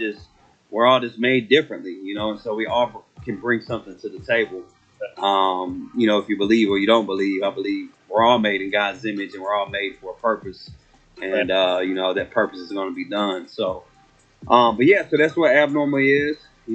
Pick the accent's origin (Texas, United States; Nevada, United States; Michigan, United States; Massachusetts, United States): Texas, United States; Kilgore; I'm from Kilgore.